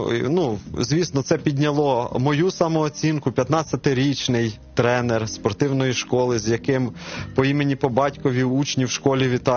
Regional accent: Kyiv Oblast, Ukraine; born or raised there

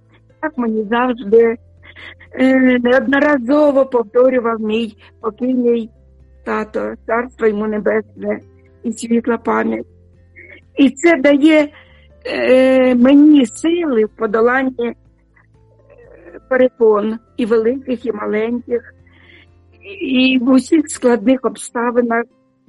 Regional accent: Sumy, Sumy Oblast, Ukraine; передаю вітання на мою рідну Україну, у моє рідне місто Суми, у мою рідну церкву Різдва.

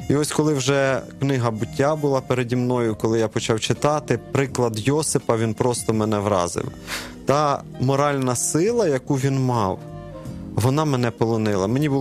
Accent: Kyiv Oblast, Ukraine; Народився я на Київщині. В нас було велике підприємство в селі, і тому розвинута інфраструктура, музична школа, спортивна школа, багато різних гуртків

